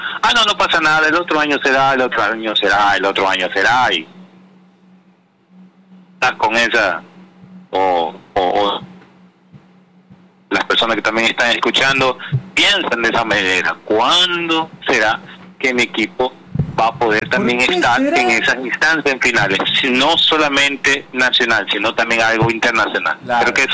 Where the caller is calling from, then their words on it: Guayaquil, Guayas, Ecuador; yo soy de Guayaquil